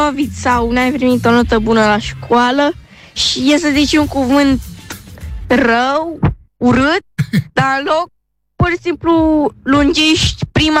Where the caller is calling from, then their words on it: Popești, Romania; din Popești. Am 10 ani.